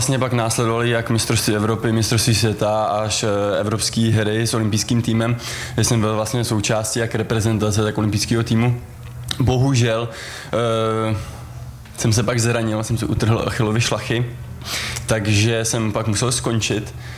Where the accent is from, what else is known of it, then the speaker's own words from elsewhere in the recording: Hradec Králové, Hradec Králové Region, Czechia; jsem vlastně z Hradce, jak jsem tady říkal, tak jsem začal tady v Hradeckém Sokole s atletikou jako malej